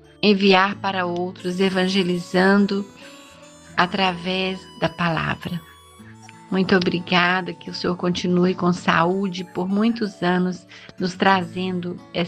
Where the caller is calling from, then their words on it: Ipatinga, Minas Gerais, Brazil; sou da cidade de Ipatinga, Minas Gerais